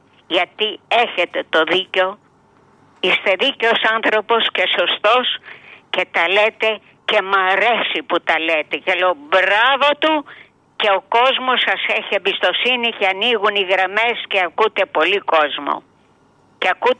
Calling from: Greece; είμαι οργισμένη, είμαι ντροπιασμένη που είμαι Ελληνίδα.

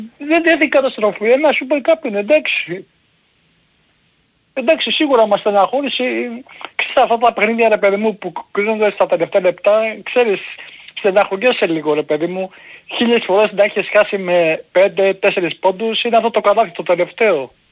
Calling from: Amarynthos, Central Greece, Greece; από Εύβοια, από Αμάρτη

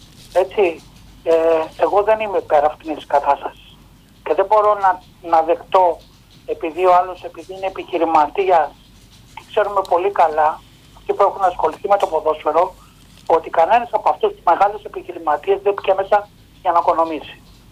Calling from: Egaleo, Attica, Greece; από το Εγάλεο.

